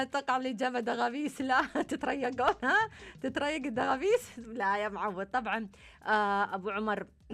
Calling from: Yemen; وألو مساء الخير،

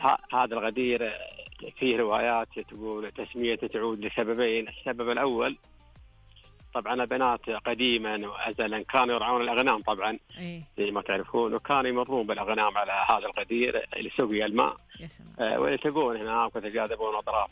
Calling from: Taif, Makkah Province, Saudi Arabia; أنا أكلم من الطائف

